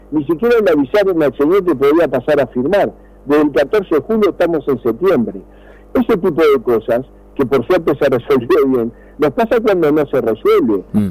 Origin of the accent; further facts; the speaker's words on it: Artigas, Uruguay; Mire, yo vengo de Artigas.